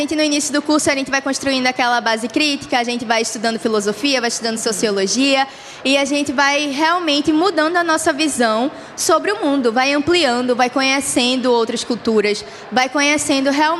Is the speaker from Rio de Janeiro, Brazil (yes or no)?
no; Pernambuco, Brazil; o meu estado, eu estou conhecendo as pessoas que fazem o meu estado, eu estou conhecendo o lugar de onde eu venho